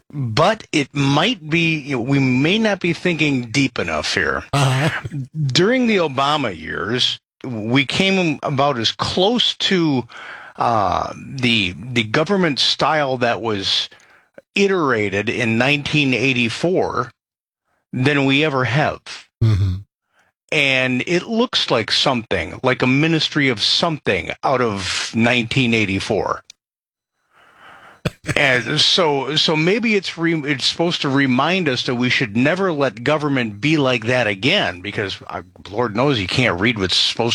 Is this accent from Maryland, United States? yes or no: no; Illinois, United States; And I grew up outside of Chicago.